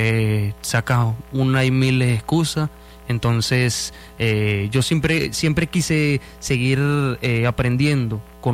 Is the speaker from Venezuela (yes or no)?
yes; Venezuela; tengo 25 años, soy de Venezuela.